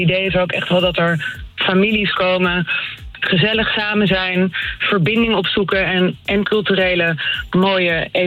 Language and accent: Dutch; Haarlem, North Holland, Netherlands; we zijn toch Haarlemmers